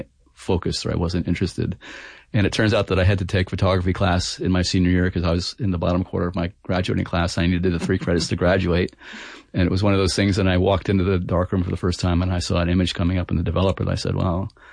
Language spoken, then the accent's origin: English; New York, United States; I said, I'm this guy from New York. I'd like to work with your staff and the faculty and develop a program.